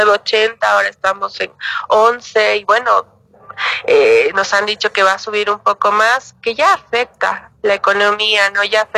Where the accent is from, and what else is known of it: Bolivia